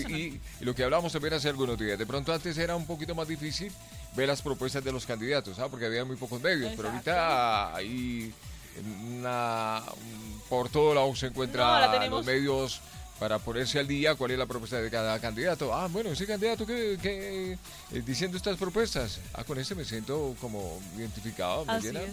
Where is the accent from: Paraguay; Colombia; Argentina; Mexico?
Colombia